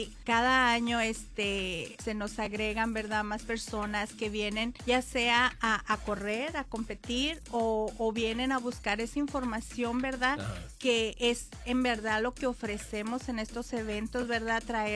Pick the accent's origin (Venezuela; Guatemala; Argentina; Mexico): Mexico; como yo, ¿verdad?, soy mamá mexicana latina